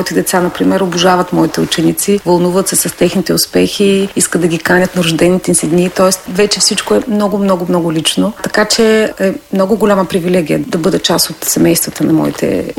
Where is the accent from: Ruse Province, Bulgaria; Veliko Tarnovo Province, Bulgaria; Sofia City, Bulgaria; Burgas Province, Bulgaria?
Veliko Tarnovo Province, Bulgaria; Gorna Oryahovitsa; moved away as an adult; now in Veliko Tarnovo, Bulgaria; Моят път започна в родния ми град Горна Оряховица, в читалище Напредък там и втора година вече се преместих в читалище Искра, Велико Търново